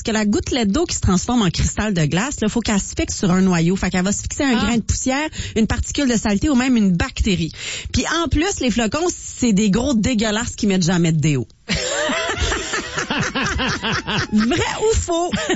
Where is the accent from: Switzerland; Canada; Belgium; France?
Canada; Val-d'Or, Quebec; Val-d'Or, chez nous en Abitibi, a reçu sa première petite neige de la saison